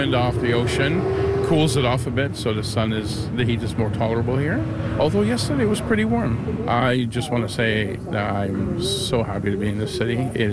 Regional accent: Nova Scotia, Canada; now in Ottawa, Canada; I grew up in Nova Scotia, but I've been living in Ottawa for 26 years with the hubby. So I still consider Nova Scotia home, and I still consider the Atlantic coast to be home.

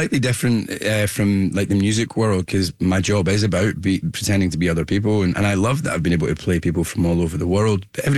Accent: Scotland, United Kingdom; accent: Scottish

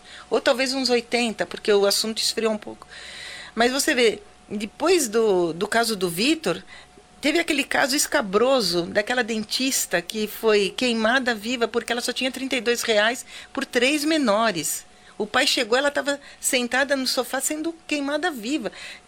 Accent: Brazil; now in São Paulo, Brazil; Eu adoro o Brasil. Eu adoro. Tanto que eu não mudei do Belenzinho. Eu adoro o bairro que eu moro.

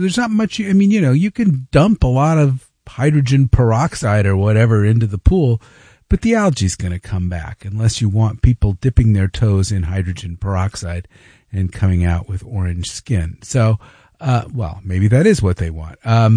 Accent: Washington, District of Columbia, United States; moved away; I grew up in Washington

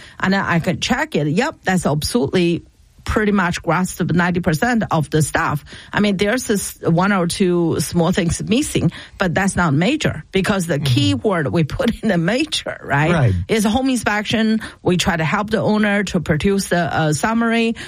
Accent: China; We don't have, by the way, I come from China, we don't have school bus.

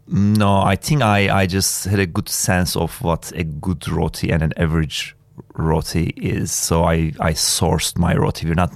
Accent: Istanbul, Turkey; moved away as an adult; also born or lived in Melbourne / Sydney; now in Byron Bay, Australia; I grew up in Istanbul at a, just middle-class family, I think, and studied engineering and then came to Australia and did a master's degree in business.

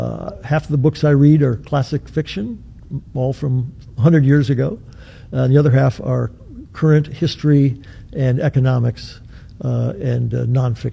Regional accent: Maquoketa, Iowa, United States; now in Cedar Rapids, United States; born in Postville, raised in Maquoketa, live in Cedar Rapids. My first career was as a police officer in my hometown of Maquoketa.

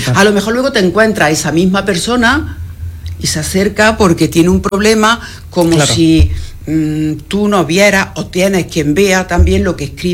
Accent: Andújar, Andalusia, Spain; el alcalde de Andújar, pero jamás le voy a faltar el respeto, jamás. Y es más, delante de mí tampoco voy a permitir que nadie se lo falte, porque está representando a mi pueblo.

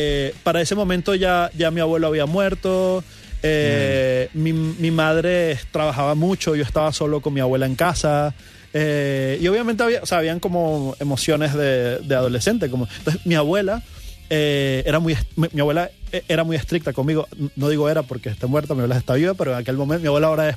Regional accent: Barquisimeto, Lara, Venezuela; also born or lived in Caracas; Claro, porque yo entré en un colegio en cuarto grado, porque me fui de Caracas a Barquisimeto. Llegué a un colegio donde todo el mundo ya se conocía, yo era el extraño.

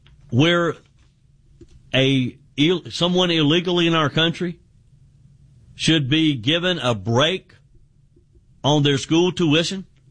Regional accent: South Carolina, United States; he called out Dr. Annie Andrews in my home state of of South Carolina

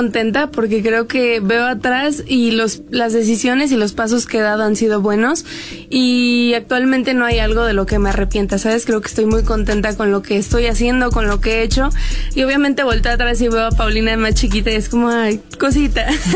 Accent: Mexico; yo soy muy orgullosa de donde vengo y estoy muy contenta de ser mexicana.

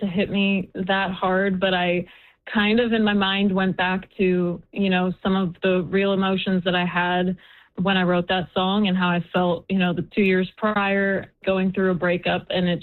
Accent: Canada; now in Nashville, United States; there's so many Canadians in Nashville. We all kind of have our community

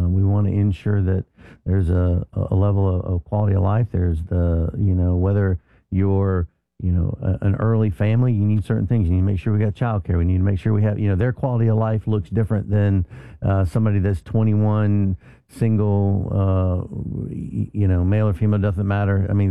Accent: Florida, United States; moved away

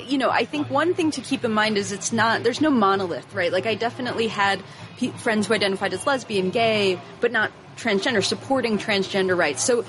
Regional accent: New York City, New York, United States; moved away; I'm from the Bronx originally

